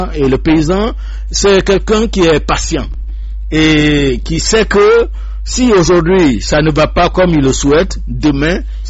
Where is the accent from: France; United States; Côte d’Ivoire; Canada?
Côte d’Ivoire; parce que nous sommes tous paysans, je viens de Grand Lépé